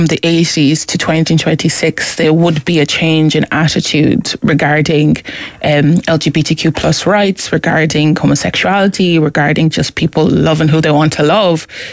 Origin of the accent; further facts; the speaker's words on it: Ireland; I'm a queer person. I grew up in Ireland as a queer person